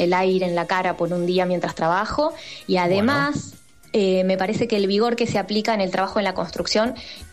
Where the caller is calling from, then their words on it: Trelew, Chubut, Argentina; de Trelew.